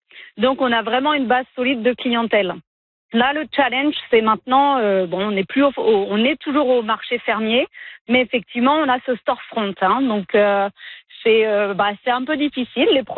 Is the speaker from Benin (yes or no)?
no; France; moved away as an adult; now in British Columbia, Canada; On est arrivé de France, le temps qu'on prenne nos marques, c'est une nouvelle vie, nouvelle culture. On est en BC, hein, donc c'est vraiment anglophone.